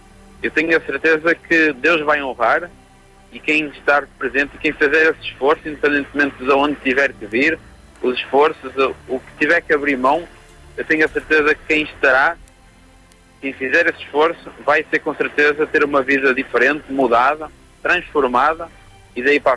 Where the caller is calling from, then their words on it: Porto, Norte, Portugal; Eu estou falando do Porto.